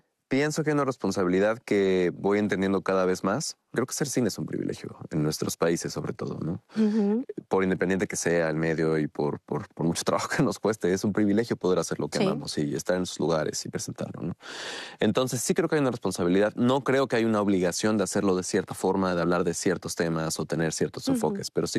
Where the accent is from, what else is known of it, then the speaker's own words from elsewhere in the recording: Puebla, Mexico; yo vengo de México, pero hago cine desde el estado de Puebla, ¿no? De la ciudad de Puebla.